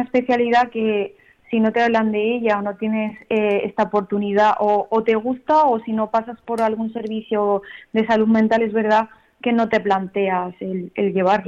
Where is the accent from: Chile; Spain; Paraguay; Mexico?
Spain; Granada, Andalusia; moved away as an adult; now in Huesca, Spain; Soy de Granada, pero llevo 4 años aquí en Huesca.